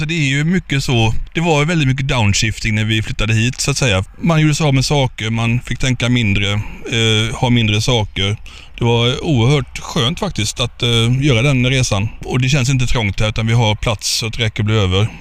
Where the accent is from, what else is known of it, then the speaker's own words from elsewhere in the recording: Gothenburg, Västra Götaland County, Sweden; now in Finland; Jag är också uppvuxen i Göteborgs innerstad, så jag är väldigt långt från min barndom